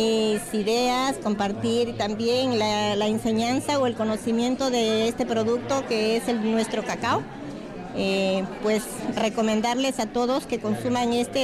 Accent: San Juan, Amazonas, Peru; Yo soy de San Juan, del departamento de Amazonas, Perú.

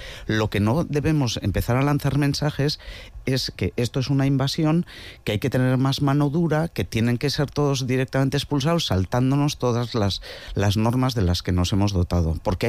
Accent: Irún, Basque Country, Spain; yo soy de Irún, somos población de frontera

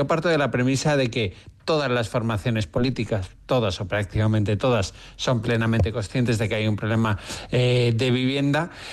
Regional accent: Málaga, Andalusia, Spain; now in Madrid, Spain; Pasa también mucho aquí en Madrid o en Málaga, en mi tierra

